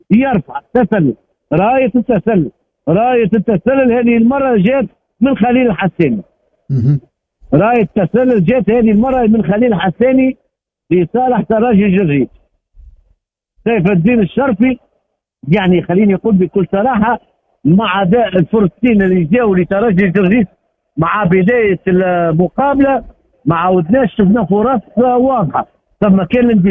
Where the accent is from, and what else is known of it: Tunisia